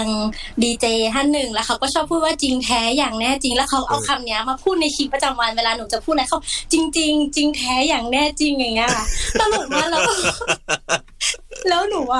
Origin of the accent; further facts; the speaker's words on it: Samut Songkhram, Thailand; ใช่ค่ะสมุทรสงครามค่ะ